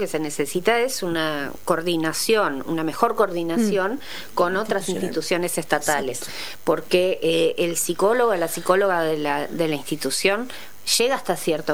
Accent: Florida, Uruguay; soy oriunda de Florida, he trabajado la mayor parte de mi vida en Florida

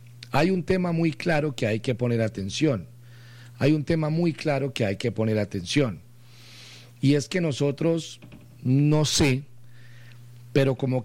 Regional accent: Colombia

